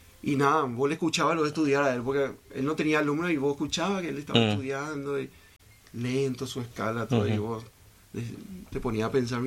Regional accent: Paraguay; also born or lived in Córdoba, Argentina / Alta Gracia, Argentina; Yo era chiquito y bueno, y nada, nos mudamos a Paraguay y acá yo me crié prácticamente. O sea, yo tengo la nacionalidad paraguaya, o sea, yo soy más paraguayo que argentino, solo que nací allá.

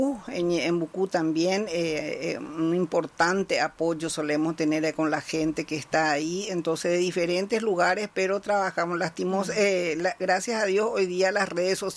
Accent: Paraguarí, Paraguay; yo soy de Paraguarí

